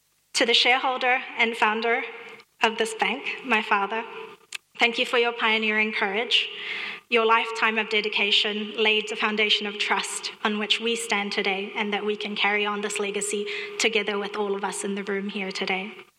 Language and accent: English; Maldives; first language Dhivehi; English is a second language; I will first share this in Divehi, my mother tongue.